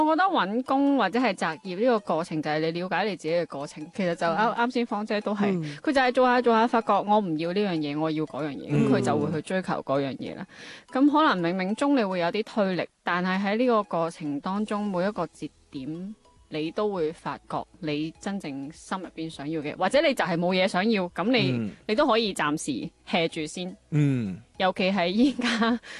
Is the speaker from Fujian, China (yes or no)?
no; Guangzhou, Guangdong, China; moved away as an adult; 我係廣州人。